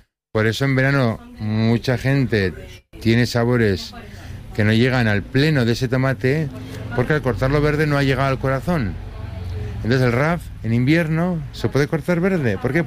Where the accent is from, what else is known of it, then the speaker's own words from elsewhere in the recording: Navarre, Spain; como soy de Navarra y somos bastante tradicionales